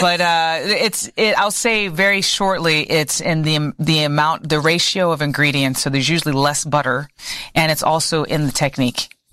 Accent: North Carolina, United States; I'm not American. I am, but I'm North Carolinian, and that means something.

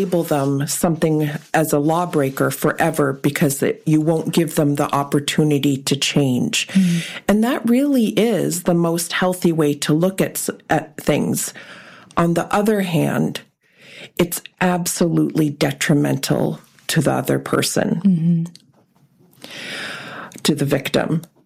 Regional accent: Kwethluk, Alaska, United States; born there; English is a second language; also born or lived in Tuntutuliak / Platinum / Bethel; now in Anchorage, United States; So I grew up in Queeslook, Tuntun, Platinum. My dad was a principal teacher and a pilot. But so I've spent a lot of time all over the Delta.

